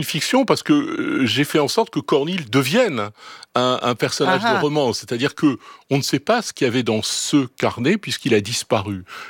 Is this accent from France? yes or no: yes; Rouen, Normandy, France; born there; Parce que moi, je suis né à Rouen.